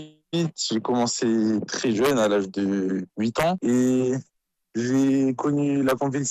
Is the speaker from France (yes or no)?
no; Madagascar; born there; Je suis né à Madagascar en 2009.